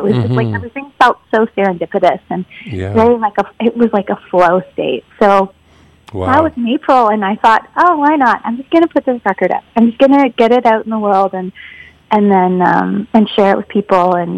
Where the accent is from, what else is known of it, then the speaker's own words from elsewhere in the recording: Whitby, Ontario, Canada; And then I grew up in Whitby, Ontario